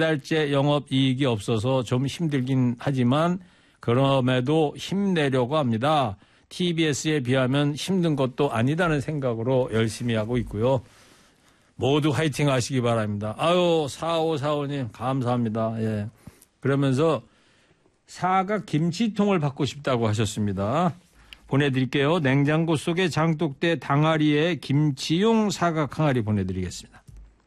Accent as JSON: {"language": "Korean", "town": "Anseong", "region": "Gyeonggi Province", "country": "South Korea", "tie": "born or raised there", "said": "제 고향이 경기도 안성시 삼중면이거든요."}